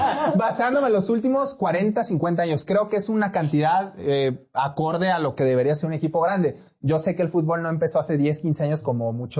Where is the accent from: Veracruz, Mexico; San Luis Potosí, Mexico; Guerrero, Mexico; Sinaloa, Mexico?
Veracruz, Mexico; Tuxpan; born there; Yo soy nacido en México, en Tuxtla, en Veracruz.